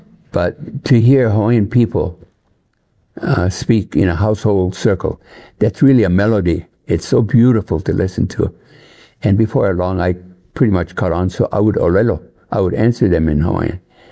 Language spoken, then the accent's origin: English; Ireland; Pardon the roundabout, but I'm Irish.